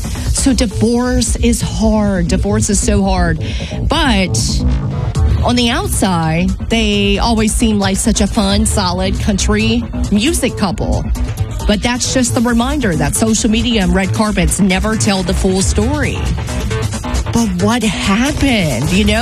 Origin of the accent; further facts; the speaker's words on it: Houma, Louisiana, United States; I'm from the Bayou region. That's just what we did back in Houma, Louisiana.